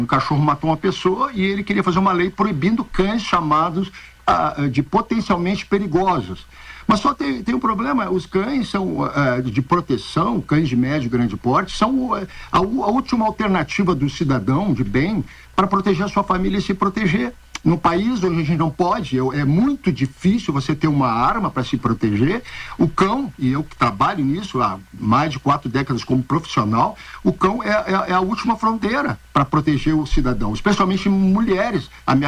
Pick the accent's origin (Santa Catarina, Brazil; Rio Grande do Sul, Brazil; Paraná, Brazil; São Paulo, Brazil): Rio Grande do Sul, Brazil; Porto Alegre; Eu sou de Porto Alegre, eu lembro de estar em debates na televisão lá e rádio com políticos